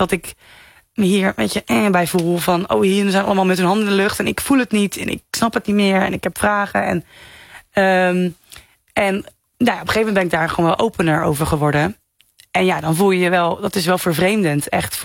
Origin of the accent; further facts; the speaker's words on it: Veenendaal, Utrecht, Netherlands; En ik kom uit Veenendaal en dan ben ik dus christelijk.